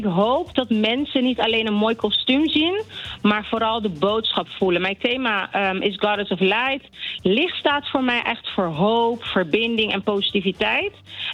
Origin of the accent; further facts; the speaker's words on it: Rotterdam, South Holland, Netherlands; Ja, ik ben geboren in Nederland, getogen in Rotterdam. Enkel mijn roots zijn van Curaçao en Sint Maarten.